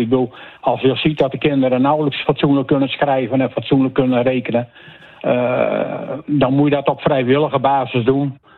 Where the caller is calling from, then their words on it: Terneuzen, Zeeland, Netherlands; uit Terneuzen.